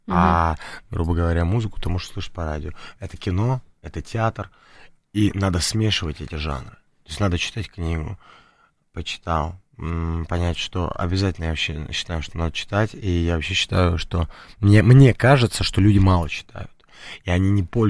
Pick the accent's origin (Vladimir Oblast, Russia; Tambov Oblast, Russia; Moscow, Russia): Moscow, Russia; born there; Мы сами родились в Москве, на Бабушкинской.